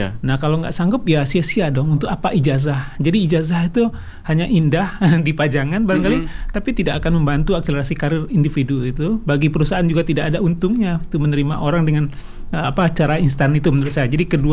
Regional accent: West Sumatra, Indonesia; Tapi mungkin karena saya dari Sumatera Barat

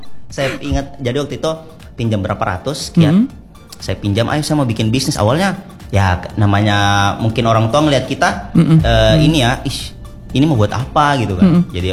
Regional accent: Sulawesi, Indonesia; saya orang Sulawesi tidak enakan ini.

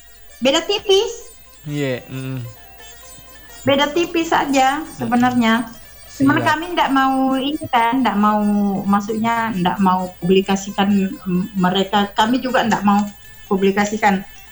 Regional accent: Sidrap, South Sulawesi, Indonesia; moved away as an adult; now in Samarinda, Indonesia; aku aja merantau ke sini nih, enggak banyak aku tahu daerahku. Tahunya cuma daerah Sidrap itu aja.

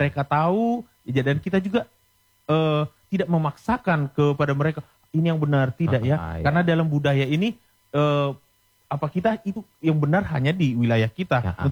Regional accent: North Sumatra, Indonesia; Itu kan legenda dari kita Batak Toba itu.

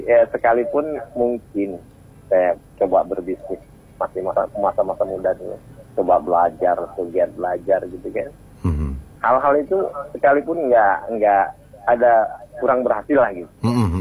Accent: Java, Indonesia; now in Jambi, Indonesia; Saya dari Jawa Bang Adi. Dari Jawa itu ikut paman kan. Kebetulan paman bertugas di Jambi ini.

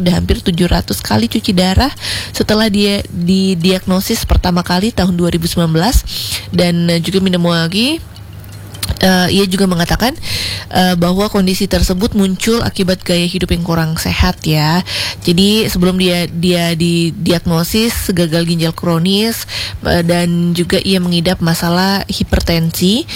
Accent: Lampung, Indonesia; apalagi kalau kita orang Lampung

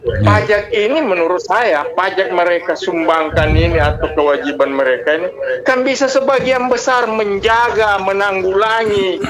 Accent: Bone, South Sulawesi, Indonesia; born there; now in Palu, Indonesia; Saya kan lahir di Bon.

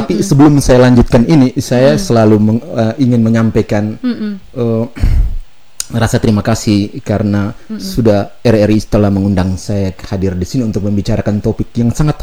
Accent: Ende, East Nusa Tenggara, Indonesia; Saya asli orang NTT ya.

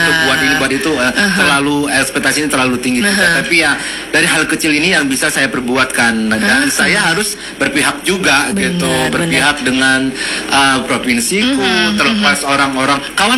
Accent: Lampung, Indonesia; aku orang Lampung ya punya I have the dignity gitu. Maksudnya itu hanya identitas yang aku lahirkan dari lahir di Lampung

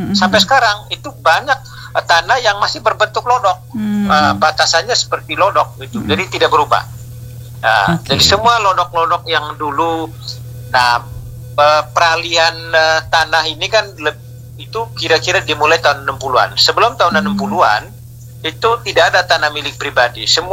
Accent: Rangat, East Nusa Tenggara, Indonesia; Artinya memungkinkan kalau misalnya di kampung saya misalnya di Rangat, Desa Bailolos, tahun 2014 kami membuka satu lahan luasnya kurang lebih 25 hektar.

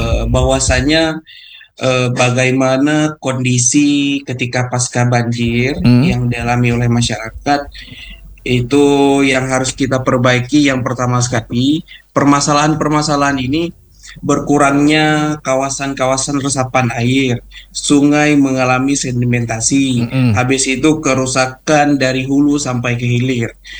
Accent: Langkahan District, Aceh, Indonesia; saya seperti asal dari Kecamatan Langkahan

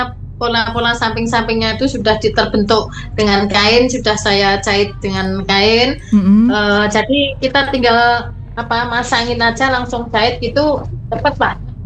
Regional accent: Wonogiri, Central Java, Indonesia; Selamat sore juga Bapak, dan asli saya juga dari Wonogiri.

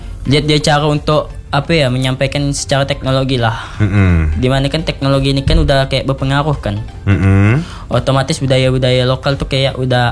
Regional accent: Pontianak, West Kalimantan, Indonesia; saya ini kan orang Tanrai Satu. Nah, orang Tanrai Satu kan itu kental sekali dengan budaya Melayu Pontianaknya.

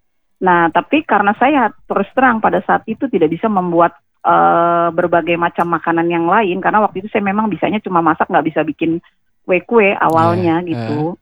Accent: Jakarta, Indonesia; now in Bogor, Indonesia; Sebenarnya saya datang tuh asalnya dari Jembatan 5 Jakarta Barat. Oh, deket. Iya, saya sekolahnya di Jakarta Utara. Tapi sekarang saya produksinya itu di Kota Bogor.

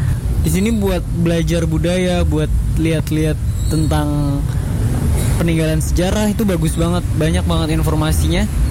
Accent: Jakarta, Indonesia; asal aku Jakarta.

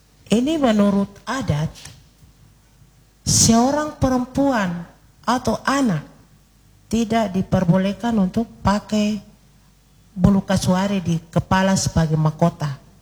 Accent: South Papua, Indonesia; kita orang asli Mapi harus melestarikan dan menjaga lingkungan hidup dan keberadaan masyarakat adat itu sendiri

